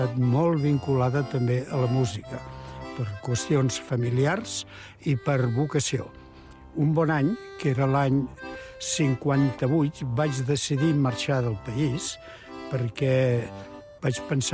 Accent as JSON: {"language": "Catalan", "town": "Santpedor", "region": "Catalonia", "country": "Spain", "tie": "born or raised there", "also_born_or_lived": "Barcelona", "moved": "as an adult", "said": "acabo de fer 86 anys i sóc de Santpedor, de la comarca del Bages, encara que em van portar a néixer en una clínica a Barcelona, però de la clínica no en tinc records, de Santpedor sí."}